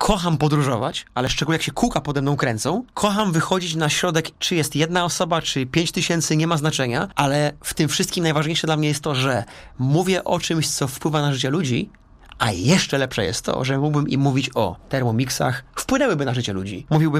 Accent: southern Poland, Poland; To znaczy, ja jestem z południa Polski, ale jeżdżę przez całą Polskę

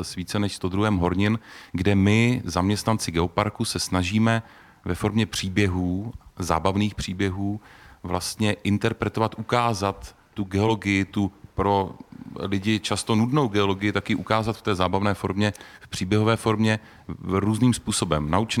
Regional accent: Chrudim, Pardubice Region, Czechia; Já, nevím, já jsem z Chrudimi

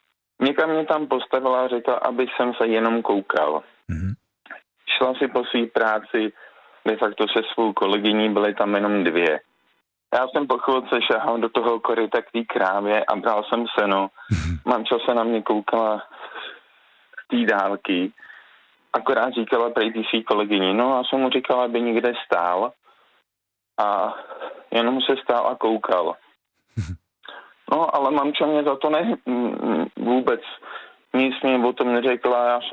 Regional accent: Děčín, Ústí nad Labem Region, Czechia; born there

